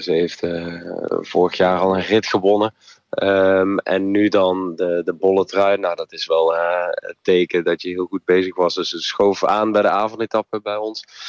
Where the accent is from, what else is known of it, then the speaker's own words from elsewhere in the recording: Netherlands; zeker voor ons als Nederlanders.